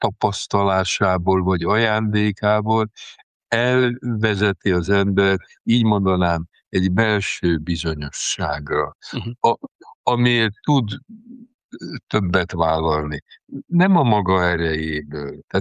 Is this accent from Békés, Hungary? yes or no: no; Sopron, Győr-Moson-Sopron, Hungary; én soproni vagyok